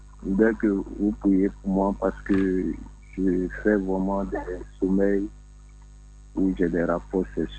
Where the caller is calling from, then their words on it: Bingerville, Côte d’Ivoire; J'appelle de Benjeville.